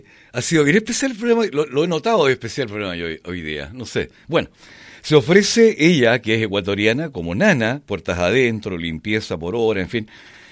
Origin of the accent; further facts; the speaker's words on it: Chile; los chilenos somos comprensibles